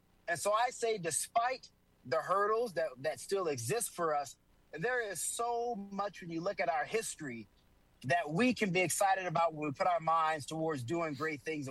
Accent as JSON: {"language": "English", "region": "the South", "country": "United States", "tie": "born or raised there", "said": "You know, I grew up in the South. I grew up with my great grandmother still living into her middle 90s"}